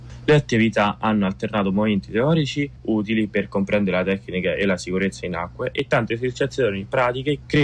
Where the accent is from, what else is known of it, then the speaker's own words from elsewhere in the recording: Rome, Lazio, Italy; vengo da Roma e ho 16 anni e frequento il liceo Scienze Umane Pio IX del Vaticano.